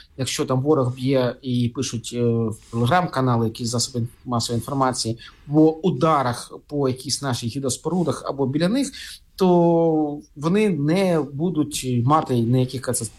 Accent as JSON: {"language": "Ukrainian", "town": "Kharkiv", "region": "Kharkiv Oblast", "country": "Ukraine", "said": "мій рідний Харків"}